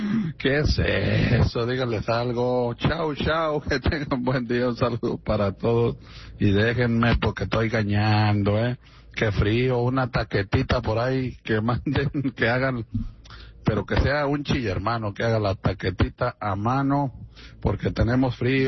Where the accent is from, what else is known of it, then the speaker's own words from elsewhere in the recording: Mexico; Hay que apoyarnos como mexicanos, hombre.